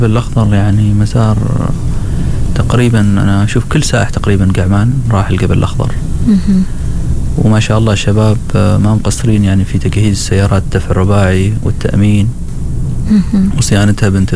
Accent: Oman; ولاخواننا العمانيين الاخرين

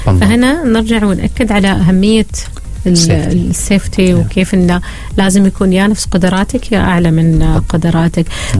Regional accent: Oman; فأتوقع أنك كأنه بنت بينك وبين البحر عندنا في عمان ثقة.

